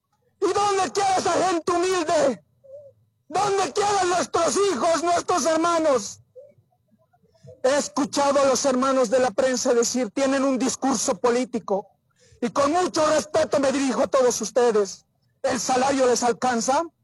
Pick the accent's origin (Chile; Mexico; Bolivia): Bolivia; Mientras el gobierno maldito cada día nos arroja las migajas y nos peleamos por esas migajas entre bolivianos.